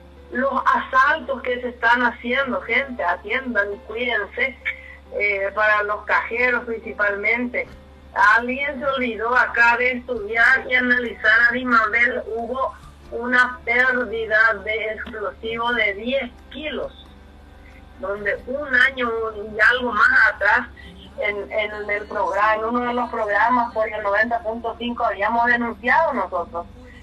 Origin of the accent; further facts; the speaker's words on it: Paraguay; Que las autoridades de nuestro país se enferman y van al lado brasileño.